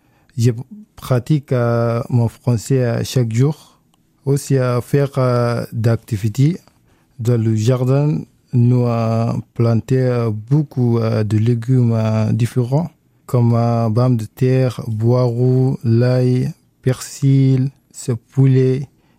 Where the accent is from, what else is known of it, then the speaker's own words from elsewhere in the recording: Sudan; French is a second language; now in Limoges area, France; je viens du Soudan, j'ai 27 ans, j'habite à la Terre en Partage depuis 5 mois.